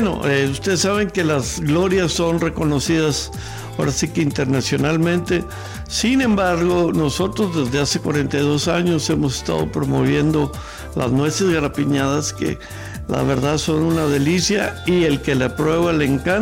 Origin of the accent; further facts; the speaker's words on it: Parras, Coahuila, Mexico; now in Monterrey, Mexico; Bueno, soy de Parras, pero pues ya tengo aquí 42 años.